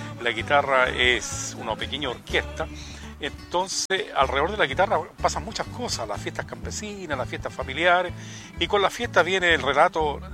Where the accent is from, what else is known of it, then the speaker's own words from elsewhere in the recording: Araucanía, Chile; born there; Y yo en mi tierra escuché gente